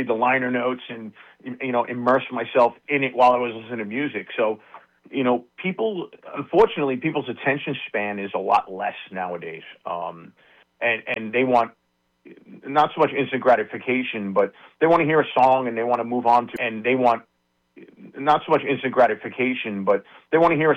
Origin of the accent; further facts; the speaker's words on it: Long Island, New York, United States; Yeah, we're all from Long Island, New York.